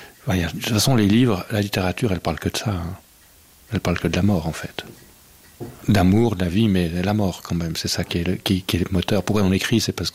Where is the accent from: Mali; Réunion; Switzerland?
Switzerland; On était privilégiés quand même. On est des Suisses, là, privilégiés dans un monde de Disneyland.